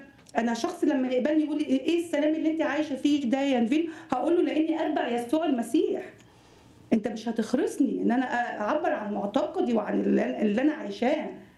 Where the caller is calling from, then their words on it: Egypt; احنا مصريين